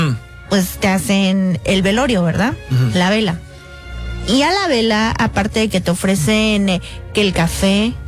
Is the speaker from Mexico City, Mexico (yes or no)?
no; Oaxaca, Mexico; Pues básicamente... digo... en mi pueblo.